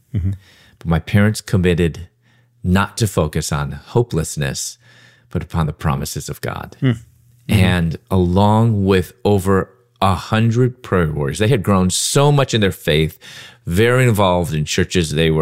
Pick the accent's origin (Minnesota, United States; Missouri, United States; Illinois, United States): Illinois, United States; Chicago; moved away as an adult; also born or lived in Louisville / Atlanta; I'm originally from Chicago